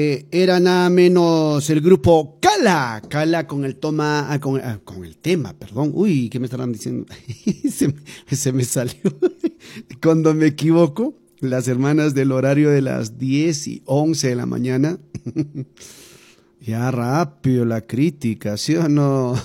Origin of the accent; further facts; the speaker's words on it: Peru; la gente andina, o sea, nosotros, los de Puno, los de Cusco, nuestros hermanos de Tacna, Moquegua, o sea, todo el sur del Perú, hermanos, dentro de la estadística somos andinos.